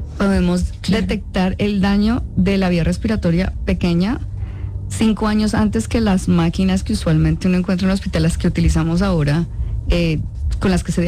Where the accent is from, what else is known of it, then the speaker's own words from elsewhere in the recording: Huila, Colombia; Yo vengo de una familia de médicos, yo vengo de la ruralidad colombiana, yo soy del Huila, yo vi muchas cosas de primera mano, ¿sí? Yo también hice mi rural en el Huila